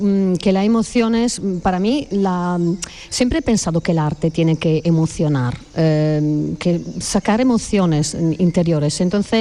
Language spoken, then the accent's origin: Spanish; northern Italy, Italy; Spanish is a second language; moved away as an adult; now in Jerez, Spain; Los ritmos de Jerez son diferentes del norte de Italia, de donde vengo yo.